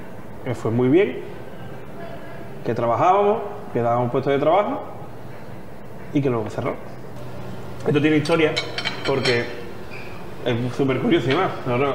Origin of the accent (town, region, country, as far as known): Barbate, Andalusia, Spain